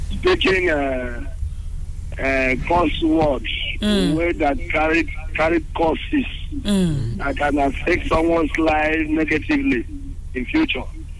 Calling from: Onitsha, Anambra, Nigeria; I'm calling from Onitsha here.

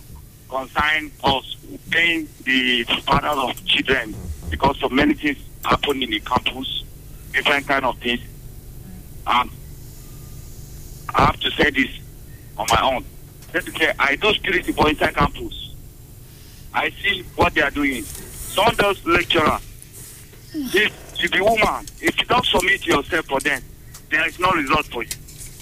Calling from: Edo, Nigeria; I'm calling from Edo State.

